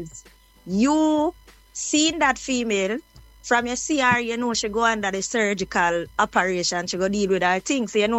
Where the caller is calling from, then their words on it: Jamaica; No, we are Jamaican.